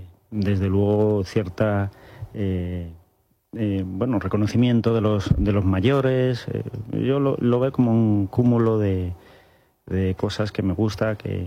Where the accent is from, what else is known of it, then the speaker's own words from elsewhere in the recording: Collado Villalba, Community of Madrid, Spain; Y bueno, pues básicamente crecí en Villalba, que es un pueblo de la Sierra de Madrid, que muchos conoceréis. Fui en colegio público, como tantos otros.